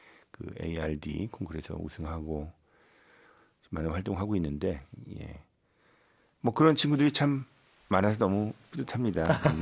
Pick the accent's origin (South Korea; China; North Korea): South Korea